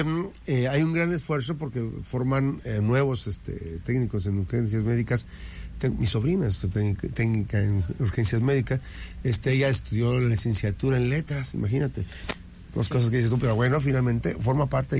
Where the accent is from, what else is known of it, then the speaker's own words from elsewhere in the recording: Mexico City, Mexico; moved away; Hace años que me vine de México porque temblaba el DF.